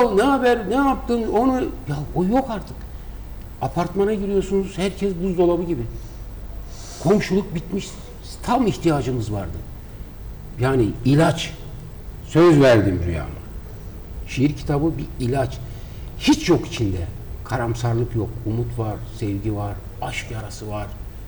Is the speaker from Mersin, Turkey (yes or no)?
yes; Mersin, Turkey; O yüzden Mersinliyiz. Hepimiz Mersinliyiz.